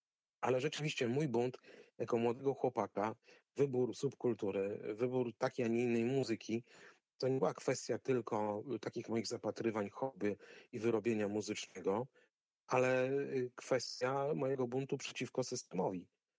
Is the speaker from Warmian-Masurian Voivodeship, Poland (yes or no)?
yes; Szczytno, Warmian-Masurian Voivodeship, Poland; ja wychowywałem się na osiedlu, gdzie mieszkały rodziny oficerskie w Szczytnie, pilotów z Lipowca, z jednostki wojskowej, a jednocześnie było sporo rodzin milicyjnych, bo też była szkoła milicyjna